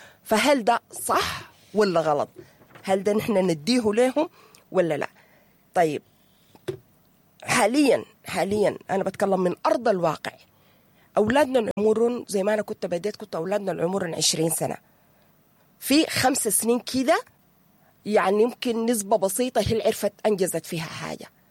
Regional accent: Sudan

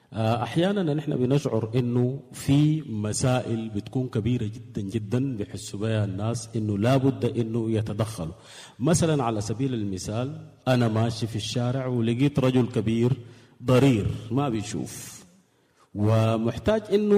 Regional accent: Sudan; عندنا في السودان

